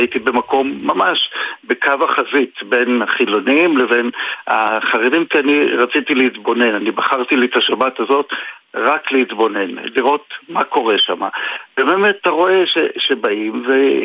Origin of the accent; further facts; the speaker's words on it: Jerusalem, Jerusalem District, Israel; אנחנו ירושלמים